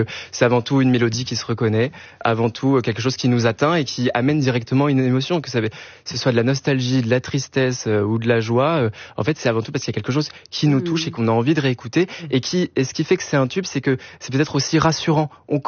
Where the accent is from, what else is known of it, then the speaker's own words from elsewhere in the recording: Lille, Hauts-de-France, France; moi, je viens de Lille